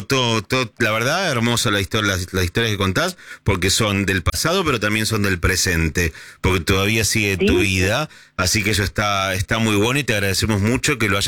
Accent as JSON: {"language": "Spanish", "town": "Morón", "region": "Buenos Aires Province", "country": "Argentina", "tie": "born or raised there", "said": "Yo soy de Morón. Nací, me crié en Morón."}